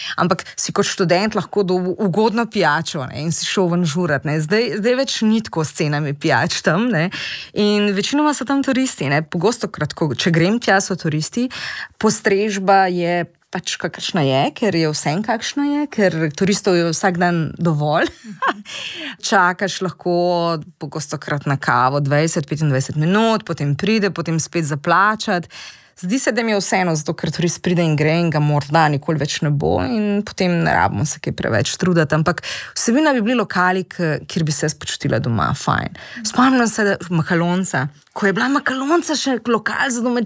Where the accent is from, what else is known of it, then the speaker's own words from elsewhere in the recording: Ljubljana, Central Slovenia, Slovenia; Ampak še vedno pa absolutno, kjer jaz to občutim kot Ljubljančanka